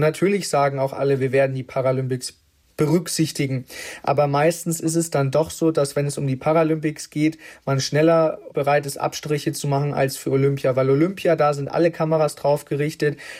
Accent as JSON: {"language": "German", "town": "Erlangen", "region": "Bavaria", "country": "Germany", "said": "Wenn ich sage, ich komme aus Erlangen, können die Leute damit nicht so richtig anfangen."}